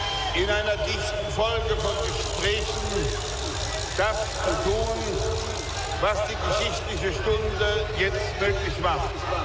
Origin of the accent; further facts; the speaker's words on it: Germany; weil ich spüre als Deutscher, dass ich hier in Berlin mitten in Deutschland bin und dass wir hier zu Hause sind